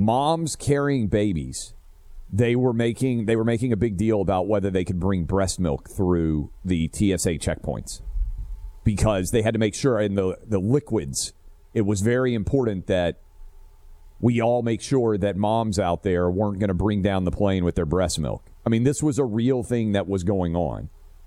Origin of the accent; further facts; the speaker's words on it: Tennessee, United States; Virginia, my home state of Tennessee, and this is important, Florida.